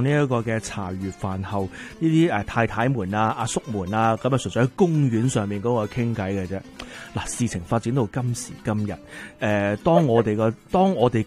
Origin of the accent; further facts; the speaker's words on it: Canada; 我哋加拿大人